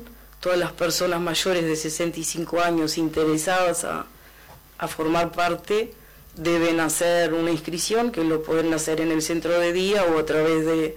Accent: Tranqueras, Rivera, Uruguay; todos los funcionarios que hoy contemplan el equipo de trabajo somos de Tranqueras.

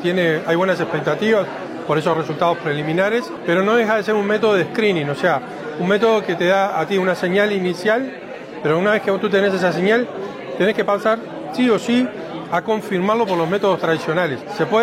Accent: Uruguay

